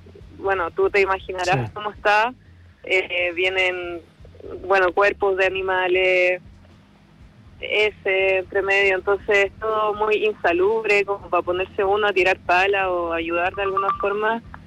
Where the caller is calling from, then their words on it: Chile; somos los chilenos